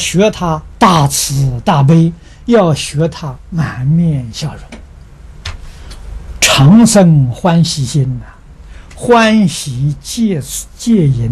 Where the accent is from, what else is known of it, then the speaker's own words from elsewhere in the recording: China; 我们中国人讲的读万